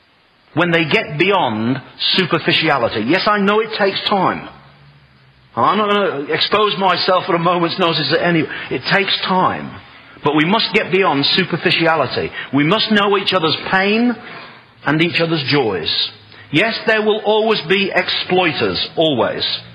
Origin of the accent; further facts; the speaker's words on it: United Kingdom; I'm typical British. My home is my castle, thank you very much.